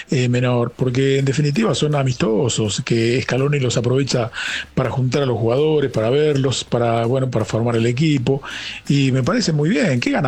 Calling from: La Matanza, Buenos Aires Province, Argentina; de la Matanza

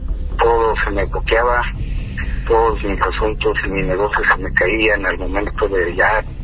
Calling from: Los Angeles, California, United States; Aquí en Los Ángeles.

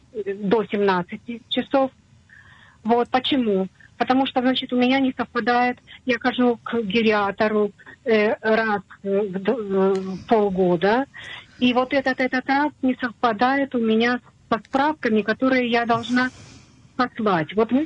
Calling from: Tel Aviv, Tel Aviv District, Israel; из Тель-Авива. Мне 78 лет.

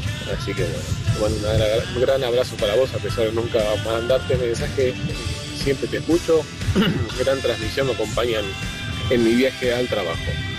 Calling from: General Rodríguez, Buenos Aires Province, Argentina; de General Rodríguez.

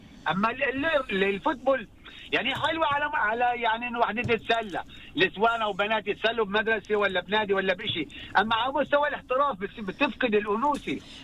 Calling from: Haifa, Haifa District, Israel

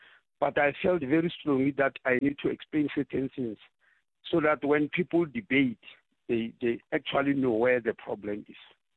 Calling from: South Africa; I'm really just phoning as a South African

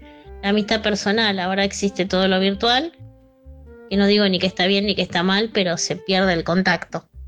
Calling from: Caballito, Buenos Aires, Argentina; de Caballito.

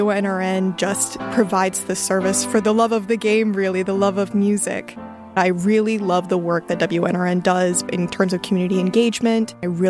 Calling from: Richmond, Virginia, United States; I'm a listener from Richmond, Virginia.

